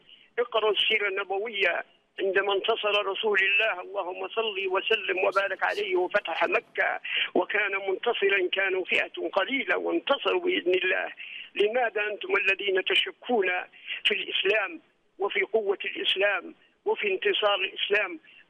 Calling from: Libya; ربي يصلح بلادنا ليبيا

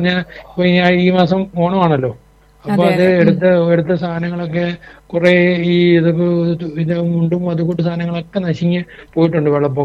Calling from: Poonjar, Kerala, India

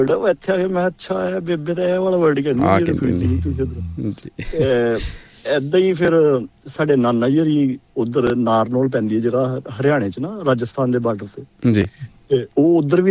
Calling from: Sydney, New South Wales, Australia; Sydney ਤੋਂ।

